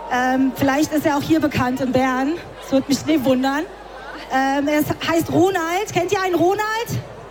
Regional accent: Brandenburg, Germany; Wir kommen ja aus Brandenburg. Das ist in Deutschland.

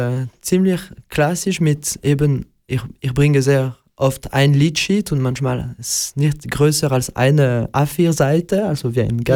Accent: Sicily, Italy; ich bin ja Italiener und war auch aus Sizilien.

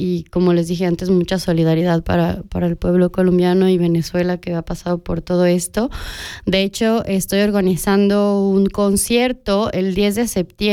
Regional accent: Mexico; En mi país pasa mucho también, en México tiembla cada rato

